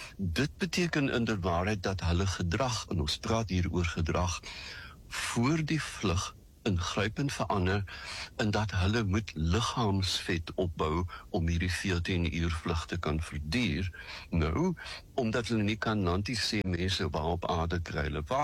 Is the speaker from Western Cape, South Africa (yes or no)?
yes; Robertson, Western Cape, South Africa; As kind op Robertson het ons 4 maniere gehad van weervoorspelling.